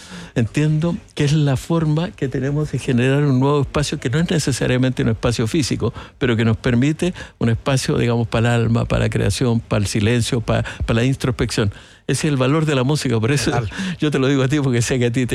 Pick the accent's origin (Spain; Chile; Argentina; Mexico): Chile; Valparaíso; Yo soy porteño, nací en Valparaíso, siempre amé al mar y dije, bueno, siempre voy a buscar volver al mar, etc.